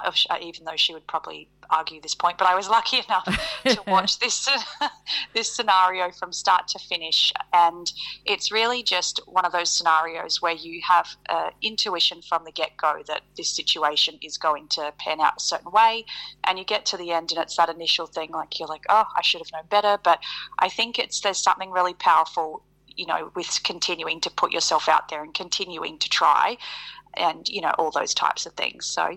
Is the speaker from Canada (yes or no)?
no; Northern Territory, Australia; moved away as an adult; So I grew up in the Northern Territory up until I was 18. My dad's a helicopter pilot, so that was the whole reason for my family and I all growing up there.